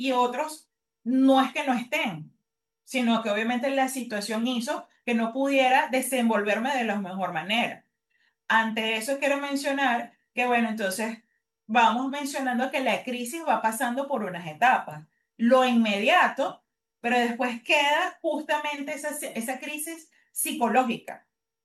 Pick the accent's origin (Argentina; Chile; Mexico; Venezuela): Venezuela; esto es no solamente para nosotros como los venezolanos